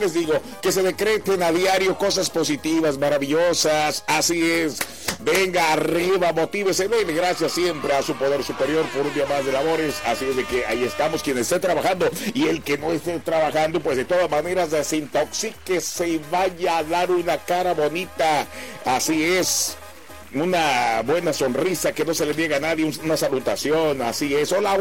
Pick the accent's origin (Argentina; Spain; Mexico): Mexico